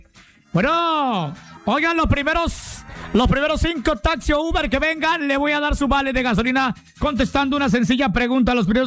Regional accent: Mexico; Somos mexicano.

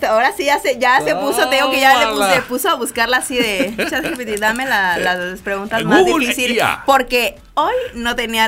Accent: Chiapas, Mexico; O sea, ¿tú crees que yo no soy de Chiapas?

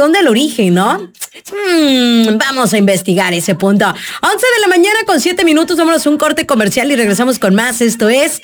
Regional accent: Mexico; Y somos nosotros los mexicanos

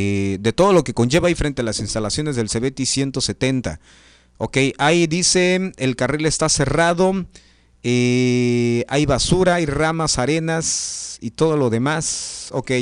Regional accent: Chiapas, Mexico; now in Tonalá, Mexico; todos somos chiapanecos, ¿no? Entonces, pues es algo que nos identifica.

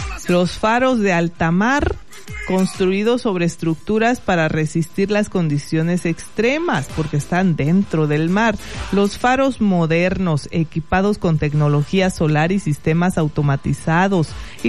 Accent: Tonalá, Chiapas, Mexico; los que somos de aquí de Tonalá

